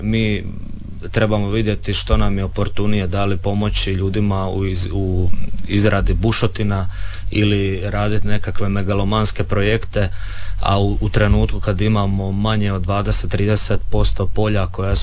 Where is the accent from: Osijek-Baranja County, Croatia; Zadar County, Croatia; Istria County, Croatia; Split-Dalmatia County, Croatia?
Zadar County, Croatia; Škabrnja; ja dolazim isto iz Škabrnje